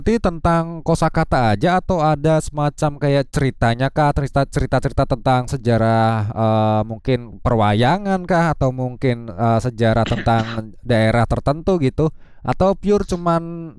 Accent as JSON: {"language": "Indonesian", "region": "Java", "country": "Indonesia", "said": "Kita orang Jawa"}